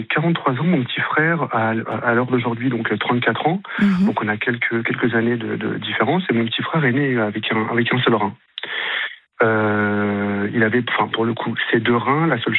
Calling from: Île-de-France, France; Je suis en Île-de-France.

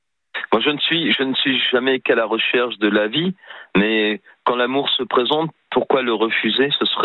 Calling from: Brittany, France; moi, je suis un voyageur, mais je suis en Bretagne. Mais pas toujours en Bretagne.

